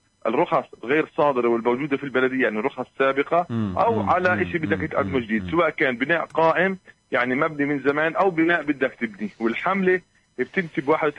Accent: Hebron, Hebron Governorate, Palestine; احنا اولاد البلد، بلدية الخليل عمرها اكبر من عمر هذا الاحتلال

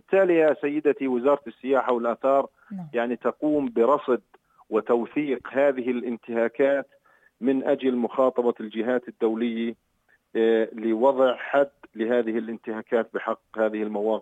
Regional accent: Palestine; كفلسطينيين

